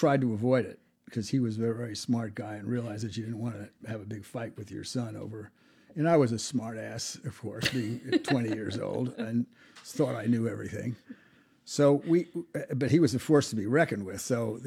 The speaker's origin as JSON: {"language": "English", "town": "East Hampton", "region": "New York", "country": "United States", "tie": "born or raised there", "said": "So one of the reasons I say I was brought up in East Hampton, because that was our legal residence."}